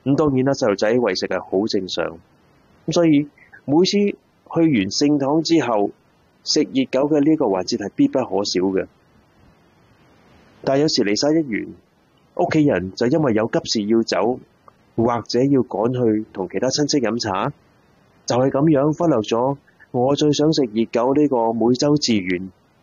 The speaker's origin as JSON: {"language": "Cantonese", "country": "Hong Kong", "tie": "born or raised there", "said": "但係我仍然好記得細個嗰陣喺香港，每逢星期日都會同屋企人由九龍城行過去聖德納撒堂望彌撒嘅情景。"}